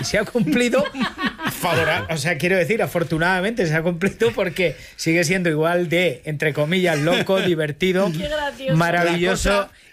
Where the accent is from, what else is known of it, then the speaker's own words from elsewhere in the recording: Montiel, Castilla-La Mancha, Spain; now in Madrid, Spain; cuando salí de Montiel, mi pueblo